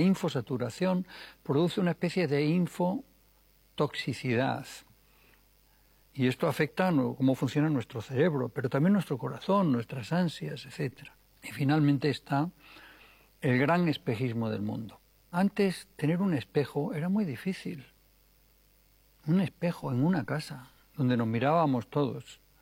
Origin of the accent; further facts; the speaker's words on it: Extremadura, Spain; born there; allá en una cueva en Atapuerca, de donde yo vengo, o en Extremadura, en mi pueblecito